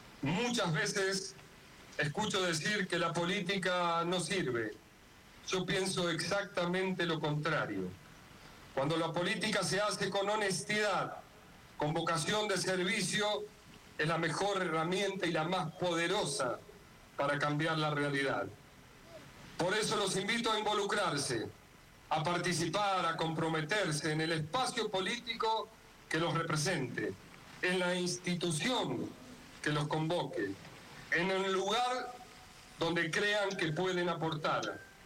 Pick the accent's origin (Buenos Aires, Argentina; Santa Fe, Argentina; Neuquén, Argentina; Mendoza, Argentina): Mendoza, Argentina; General Alvear; Los alvearenses podemos y tienen y hemos tenido la posibilidad de nacer en el mejor lugar del mundo para vivir.